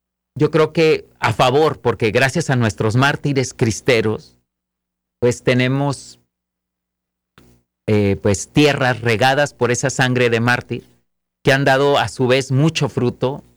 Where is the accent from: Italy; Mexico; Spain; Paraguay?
Mexico; como mexicanos, sabemos de esa bendición